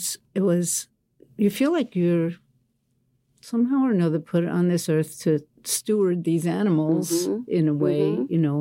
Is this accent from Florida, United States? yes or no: no; New York, United States; moved away as an adult; also born or lived in Buffalo; I was raised in Queens, New York.